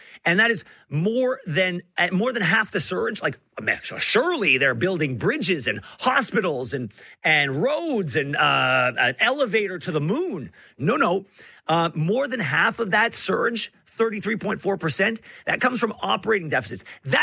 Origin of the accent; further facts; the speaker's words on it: Montreal, Quebec, Canada; now in Toronto, Canada; I've said I love my hometown of Montreal. I love my hometown of Montreal. But I am a Torontonian.